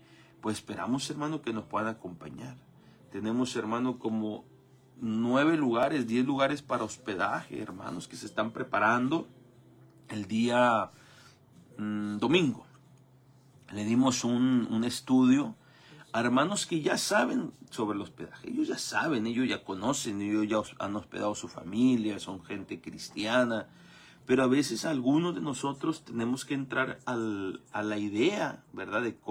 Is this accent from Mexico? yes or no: yes; Mexico; así somos los mexicanos